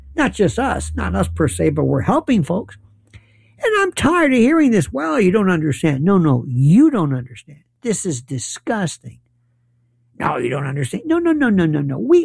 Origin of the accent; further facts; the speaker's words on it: Florida, United States; I'm from Florida. Places like Micanopy and Snaith and Tuaig and Polk County, Grady Judd.